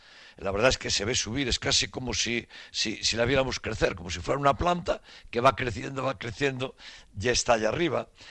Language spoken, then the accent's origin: Spanish; Vigo, Galicia, Spain; No, novedad porque siendo vigués tenemos tantas ganas de que actúe en Castrelos